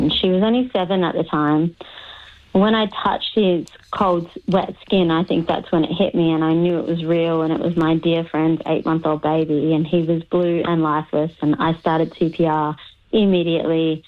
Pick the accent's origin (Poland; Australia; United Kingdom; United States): Australia; Northern Territory; now in Gold Coast, Australia; I'm originally from the Arnhem Land and now I live on the Gold Coast.